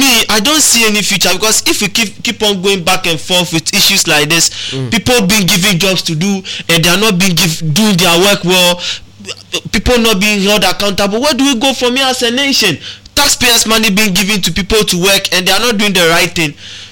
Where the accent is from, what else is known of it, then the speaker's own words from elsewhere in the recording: Ghana; And to me as a Ghanaian, I always say this.